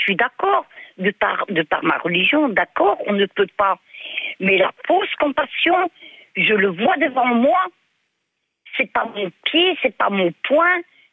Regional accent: Belgium

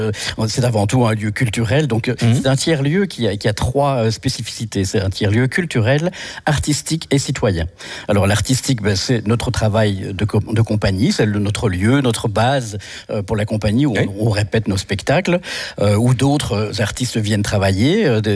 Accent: Brussels, Brussels-Capital Region, Belgium; moved away as an adult; now in Genappe, Belgium; Je viens de Bruxelles.

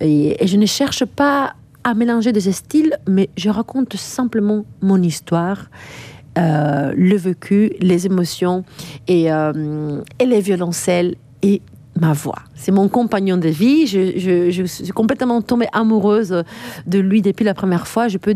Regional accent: Cuba; moved away; also born or lived in Paris; J'ai étudié plus de 10 ans à Paris, plus et même 15 ans au violoncelle classique depuis toute petite. Mais j'ai grandi à Cuba.

